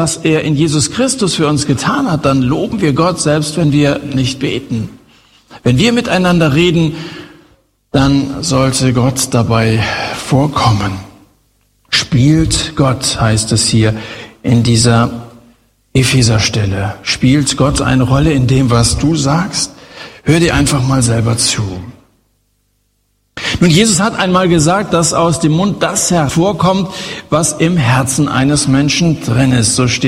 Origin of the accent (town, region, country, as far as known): Hesse, Germany